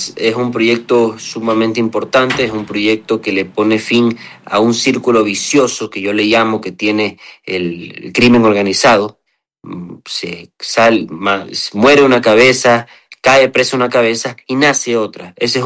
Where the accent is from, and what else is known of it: Ecuador